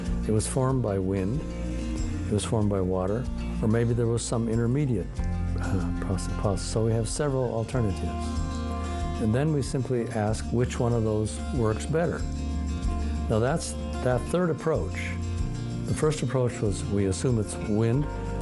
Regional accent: North Dakota, United States; born there; I was born in North Dakota. My dad was a farm manager there.

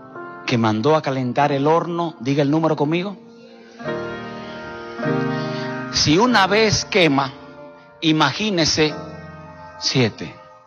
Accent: Dominican Republic; Esa es la generación de donde yo vengo. Mi papá y mi mamá son fundadores de iglesia en el país, en República Dominicana.

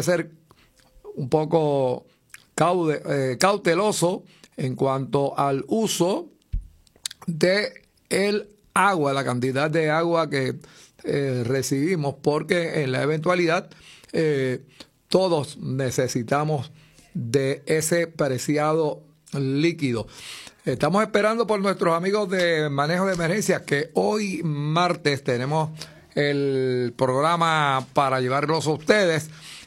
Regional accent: Puerto Rico; Así somos los boricuas.

